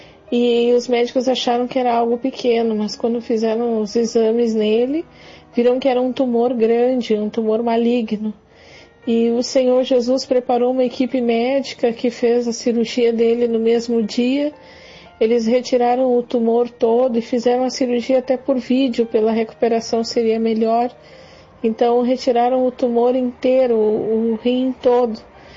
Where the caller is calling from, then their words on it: Porto Alegre, Rio Grande do Sul, Brazil; eu sou da cidade de Porto Alegre, Rio Grande do Sul.